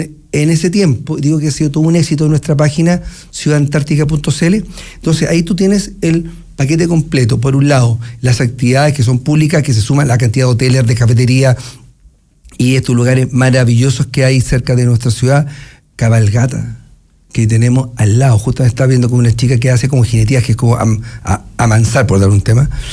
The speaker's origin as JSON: {"language": "Spanish", "country": "Chile", "said": "todos somos chilenos orgullosos desde Chile Antártico"}